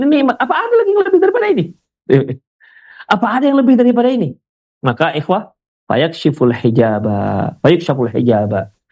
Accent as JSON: {"language": "Indonesian", "region": "West Sumatra", "country": "Indonesia", "said": "kalau bahasa kami orang Minang"}